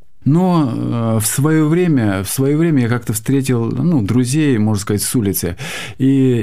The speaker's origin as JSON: {"language": "Russian", "region": "Ryazan Oblast", "country": "Russia", "tie": "born or raised there", "said": "Сам я родился в Киевской области. Вот, но по каким-то причинам родственники, они не сошлись там характерами."}